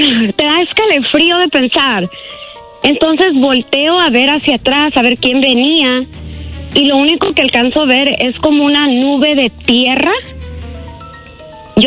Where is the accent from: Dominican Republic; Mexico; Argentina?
Mexico; Michoacán; now in Fresno, United States; Yo soy de Michoacán, pero mis papás migraron acá a la área de Fresno y vivo en Fresno